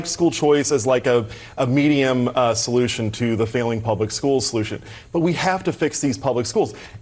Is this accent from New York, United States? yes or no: no; Illinois, United States; I'm from Illinois